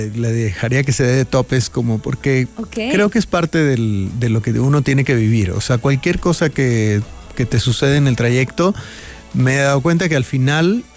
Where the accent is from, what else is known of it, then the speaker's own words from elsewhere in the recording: Guadalajara, Jalisco, Mexico; Yo soy de Guadalajara.